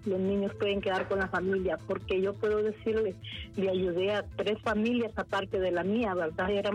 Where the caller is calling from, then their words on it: Lepaera, Lempira, Honduras; Del municipio de Lepaera.